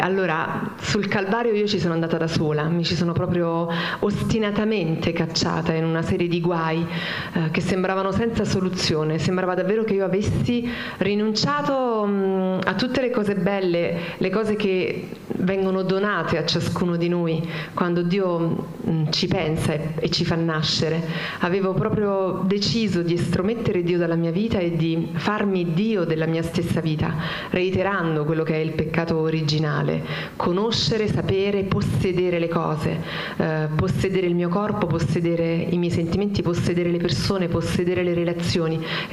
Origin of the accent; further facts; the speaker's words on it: Salerno, Campania, Italy; born there; Sono nata nel 1972 a Salerno da una famiglia cattolica che mi ha fatto battezzare